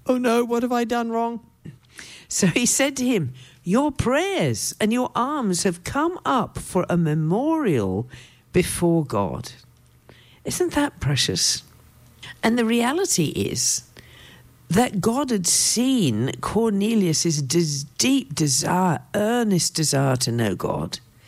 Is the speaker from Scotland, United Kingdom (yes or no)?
no; South East England, United Kingdom; born or raised there